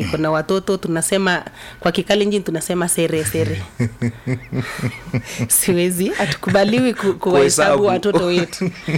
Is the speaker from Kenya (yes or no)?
yes; Cheptiret, Uasin Gishu County, Kenya; born there; moved away as an adult; also born or lived in Tuluet; now in Chepkoiyo, Kenya; Mimi ni mzaliwa wa Cheptiret. Hapo hapo tu si mbali. Nikaolewa Tuluet. Si mbali na hapo pia.